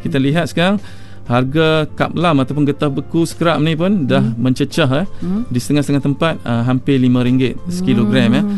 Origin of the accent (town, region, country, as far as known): Kedah, Malaysia